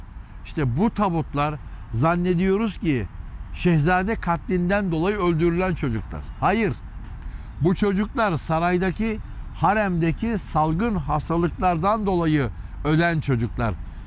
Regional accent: Istanbul, Turkey; Ben 74 Fatih doğumluyum ve tamamen toprak içinde. Şurada büyüdük.

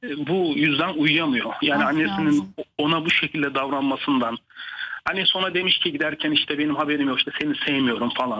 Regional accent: Anatolia, Turkey; moved away as an adult; now in Istanbul, Turkey; ben Anadolu'nun bir küçük bir kasabasında doğdum, büyüdüm, yetiştim.

